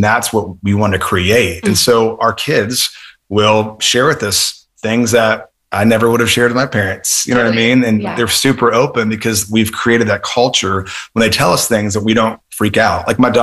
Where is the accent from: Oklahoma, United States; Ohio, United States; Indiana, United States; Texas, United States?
Indiana, United States; moved away as an adult; So I'm originally from Indiana. I'll tell my whole story. I was born, and I was kidding. I went to California to go to Bible college